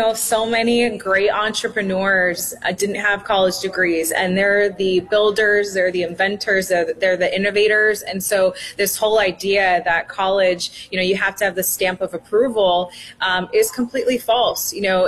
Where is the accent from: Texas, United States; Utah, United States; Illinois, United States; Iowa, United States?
Illinois, United States; I'm from the Illinois area